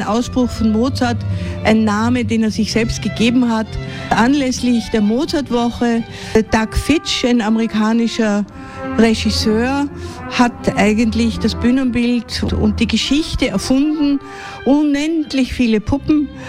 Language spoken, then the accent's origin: German; Salzburg, Austria; Ich bin selber eine Salzburgerin, kenne das Theater aus Kindertagen